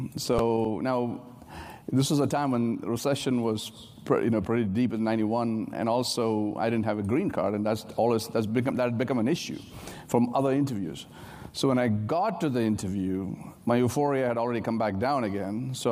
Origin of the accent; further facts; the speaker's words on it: Kerala, India; born there; I was born in India, in a small state of Kerala, right on the southern side of the Florida of India, let's say.